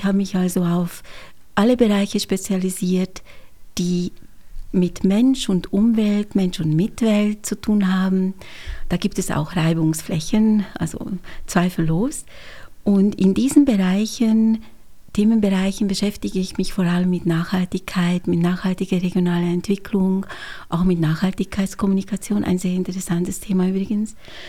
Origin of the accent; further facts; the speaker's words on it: Switzerland; also born or lived in Hungary; now in Austria; Ich bin gebürtige Ungarin und bin in der Schweiz aufgewachsen, vielleicht hört man das auch ganz leicht, und bin Doppelbürgerin.